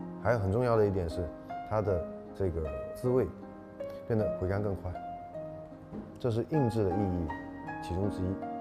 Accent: Fuzhou, Fujian, China; 我是小时候就在这个福州茶厂

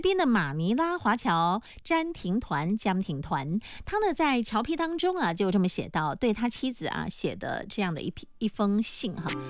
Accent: Fujian, China; 我们闽南人其实是很有共鸣的。

